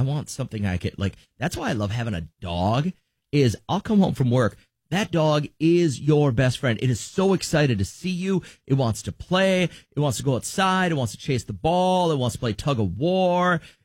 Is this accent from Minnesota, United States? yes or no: yes; Belle Plaine, Minnesota, United States; hey, are you still living in my hometown is Belle Plaine, Minnesota.